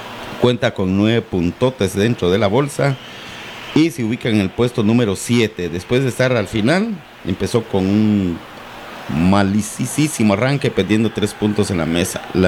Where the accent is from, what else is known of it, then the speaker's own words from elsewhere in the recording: Barberena, Santa Rosa, Guatemala; Yo soy de Barberena, Santa Rosa, estoy poco antes de Nueva Santa Rosa